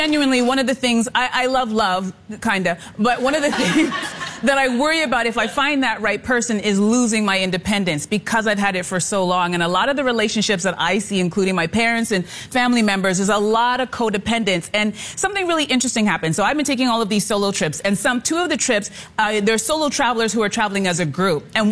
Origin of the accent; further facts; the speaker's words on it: England, United Kingdom; Can you tell I'm right English?